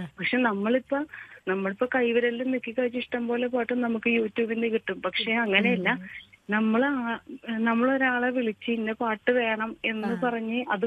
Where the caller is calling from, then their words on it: Kerala, India; ഞാൻ തമ്മത്ത് നിന്നാണ് വിളിക്കുന്നത്.